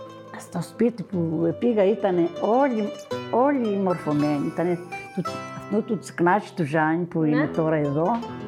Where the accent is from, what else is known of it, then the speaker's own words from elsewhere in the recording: Vorizia, Crete, Greece; Εγώ ήμουν και από τα Βορίζα, δεν ήξερα και πολλά.